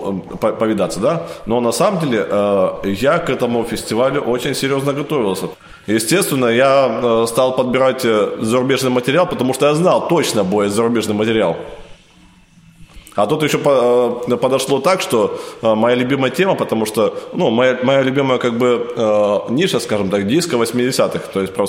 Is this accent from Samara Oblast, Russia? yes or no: no; Perm Krai, Russia; представляю Пермский край, но на самом деле я из Пермского края, как бы, но еще севернее Перми, то есть 180 километров от города Березники.